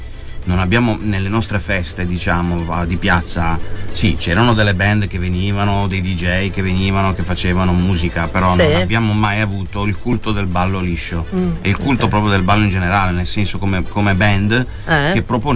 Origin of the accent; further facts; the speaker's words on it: Apulia, Italy; now in Vicenza, Italy; Puglia, sono il centro della Puglia.